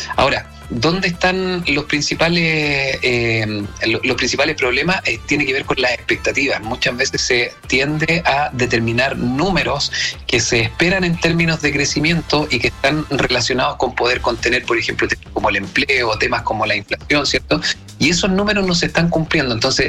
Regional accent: Chile

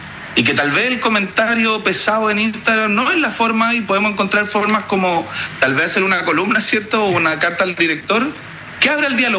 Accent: Santiago, Santiago Metropolitan, Chile; Y yo estoy ahora en la ciudad de Puerto Natales, yo soy de Santiago, trabajo en la comuna de Pedro Aguirre Cerda

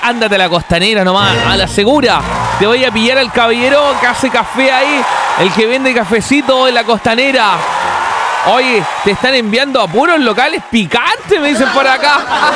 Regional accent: Valdivia, Los Ríos, Chile; yo no soy de acá de Puerto Montt. Yo soy de Valdivia y realmente me voy a quedar hasta el día jueves acá.

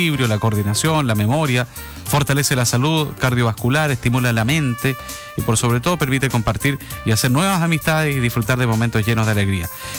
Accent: Chile; el patrimonio también que nos une como chilenos.

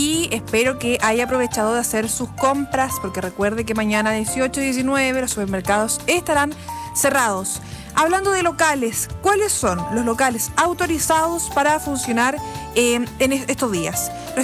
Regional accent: Chile; como buen chileno sé que muchos pueden andar fuera de un supermercado buscando que por favor le abran

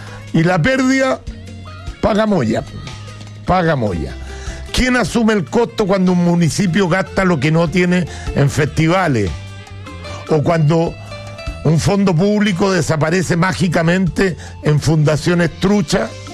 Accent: Chile; Somos los chilenos de trabajo que terminamos pagando con el sudor de nuestra frente la fiesta

